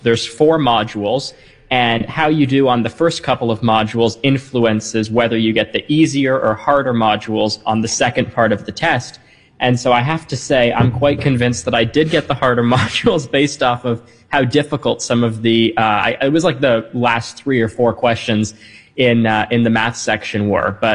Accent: Toronto, Ontario, Canada; I'm from Canada, who doesn't know me.

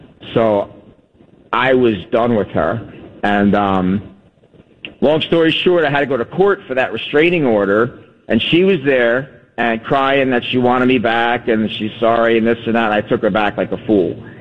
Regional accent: New Jersey, United States; you know, I grew up in New Jersey, you know, and New Jersey

